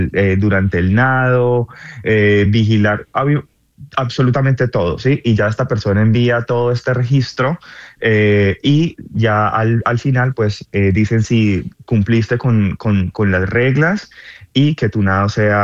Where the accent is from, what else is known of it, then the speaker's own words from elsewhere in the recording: Colombia; now in San Francisco, United States; yo en el 2021 tuve que salir de Colombia por amenazas de muerte. A mí me golpearon durante el paro nacional también que se vivió en este año. Entonces, pues lastimosamente tuve que salir del país y me exilié aquí en Estados Unidos.